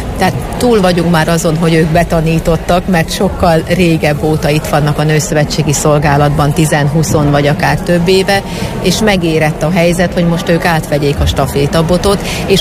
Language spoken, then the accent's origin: Hungarian; Tiszántúl, Hungary; hiszen magam is tiszántúli vagyok, és a Békési Egyház megyéből érkezem